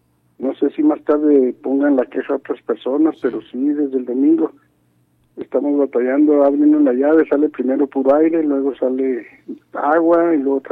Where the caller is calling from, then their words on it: Mexico; aquí en Laderas de Labrán